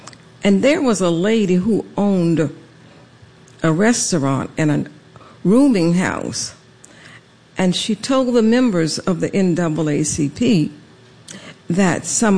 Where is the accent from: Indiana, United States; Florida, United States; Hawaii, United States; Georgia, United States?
Georgia, United States; Savannah; And that is how it was growing up in Savannah, Georgia.